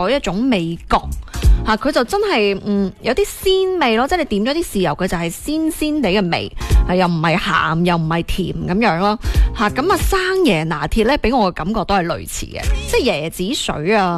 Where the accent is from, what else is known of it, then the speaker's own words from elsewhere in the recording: Guangdong, China; 我哋广东人